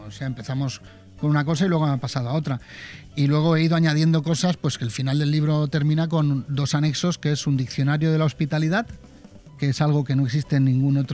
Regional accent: Benidorm, Valencian Community, Spain; soy de Benidorm y soy el mayor de la cuarta generación de una familia de empresarios turísticos

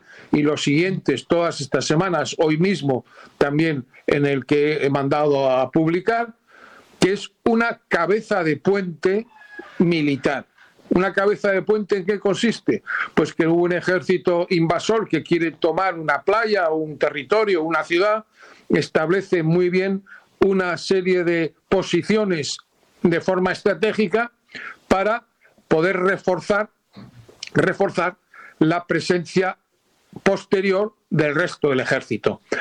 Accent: Spain; me duele muchísimo decirlo como español

